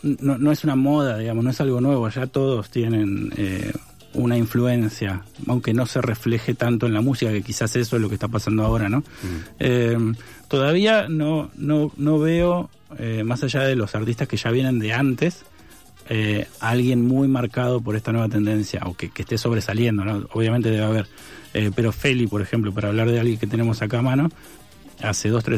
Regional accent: Salta, Argentina; Porque claro, sos salteña, ¿cómo no vas a hacer folclore?

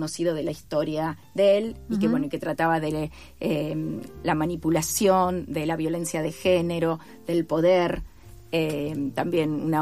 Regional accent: Tres Arroyos, Buenos Aires Province, Argentina; moved away as an adult; now in Buenos Aires, Argentina; yo nací en Tres Arroyos, empecé a estudiar ahí en Tres Arroyos en el Centro de Cultura de Tres Arroyos y después cuando terminé la secundaria me vine a estudiar a Buenos Aires.

